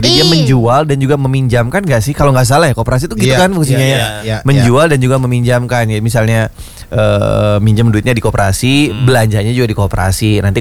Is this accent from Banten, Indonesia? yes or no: no; Depok, West Java, Indonesia; Banyak dengar kita orang Depok ini.